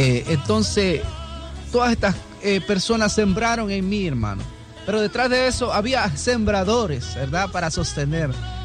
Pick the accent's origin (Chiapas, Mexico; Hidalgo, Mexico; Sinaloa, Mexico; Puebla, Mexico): Chiapas, Mexico; moved away; Originariamente yo soy de México, en el estado de Chiapas